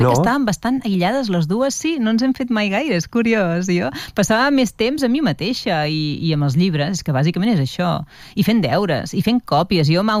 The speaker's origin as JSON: {"language": "Catalan", "town": "Vilafranca del Penedès", "region": "Catalonia", "country": "Spain", "tie": "born or raised there", "lives_now": "Barcelona, Spain", "said": "que per mi és el meu poble, és a dir, jo em sento més vilafranquina que res, no? Jo veig les vinyes i ja em sento a casa. Sí. I allà vaig passar la infància fins als 18 anys, que vaig tornar a Barcelona per estudiar."}